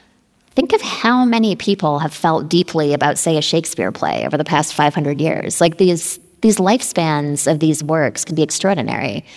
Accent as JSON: {"language": "English", "country": "Canada", "said": "I'm Canadian."}